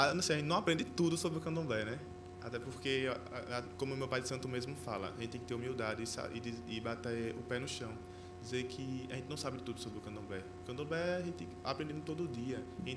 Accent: Lagarto, Sergipe, Brazil; eu sou daqui do Lagarto

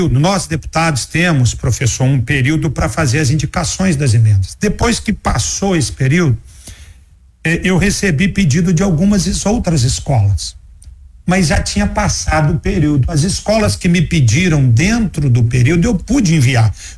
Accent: Muriaé, Minas Gerais, Brazil; um orgulho para todos nós muriaenses

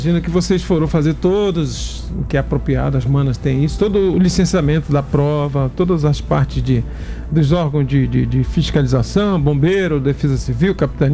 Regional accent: Serra do Navio, Amapá, Brazil; As minhas origens são Serra do Navio. Eu sou da Serra do Navio.

